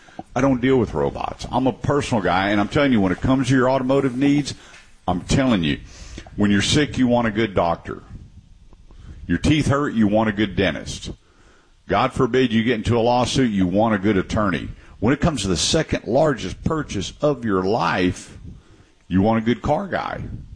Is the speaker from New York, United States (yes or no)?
yes; Brooklyn, New York, United States; now in Texas, United States; We moved here from Brooklyn, New York. My dad loaded up 6 of the 7. He had number 7 when he got to Texas to start JCPenney's here in Texas.